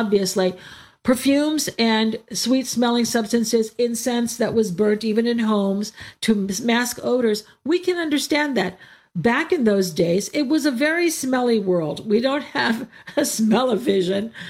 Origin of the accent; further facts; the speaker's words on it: United States; I grew up in the United States